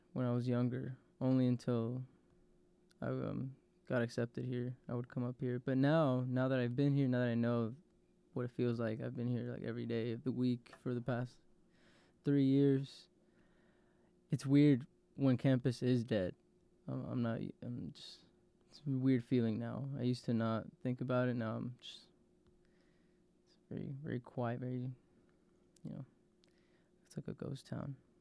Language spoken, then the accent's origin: English; Austin, Texas, United States; also born or lived in Garden Grove, California; Born in Cali, bred in Austin, Texas. I love it here.